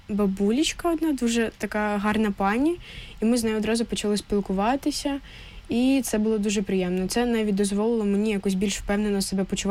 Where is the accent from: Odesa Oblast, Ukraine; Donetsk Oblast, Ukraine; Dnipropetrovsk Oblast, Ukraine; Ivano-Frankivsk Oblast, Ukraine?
Donetsk Oblast, Ukraine; Sloviansk; moved away as an adult; now in Kyiv, Ukraine; Слов'янськ. Угу. Я зі Слов'янська, так.